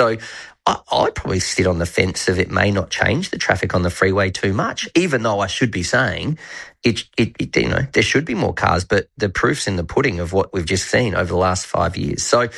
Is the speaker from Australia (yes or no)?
yes; South Australia, Australia; moved away as an adult; now in Adelaide Hills, Australia; I grew up in the Riverland, so I was always used to space, yep. You know, and moved to the city in 2014.